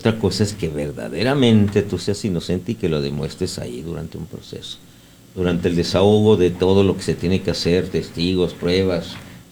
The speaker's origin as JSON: {"language": "Spanish", "country": "Mexico", "said": "Nosotros somos mexicanos"}